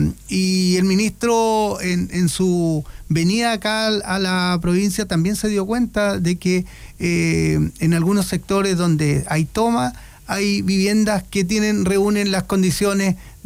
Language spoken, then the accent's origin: Spanish; Tirúa, Biobío, Chile; Yo soy de acá, de la provincia, soy de Tirúa, por tanto, tengo un cariño especial por cada una de las comunas que tenemos